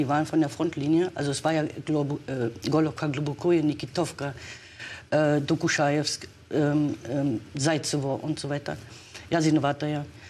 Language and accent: German; Germany; dass wir auch als Deutsche, die nicht Waffen liefern, sondern die humanitäre Hilfe vor Ort organisieren